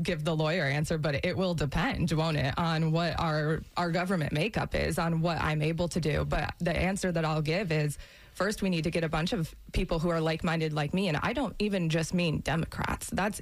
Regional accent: Michigan, United States

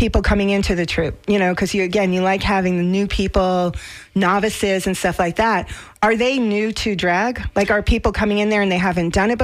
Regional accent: New York City, New York, United States; We grew up in New York.

